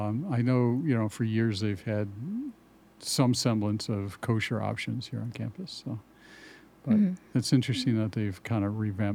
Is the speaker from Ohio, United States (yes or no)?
yes; Cleveland, Ohio, United States; now in Binghamton, United States; Yeah, I'm originally from Cleveland